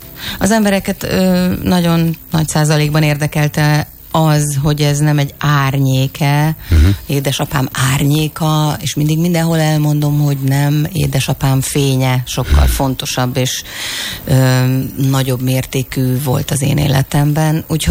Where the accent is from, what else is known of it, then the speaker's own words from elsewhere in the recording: Hungary; first language Hungarian; Nekem nagyon fontos az anyanyelvem. Játszottam én is külföldi filmben, koprodukcióban, beszéltem szinkronban németül, de nekem nagyon fontos a magyar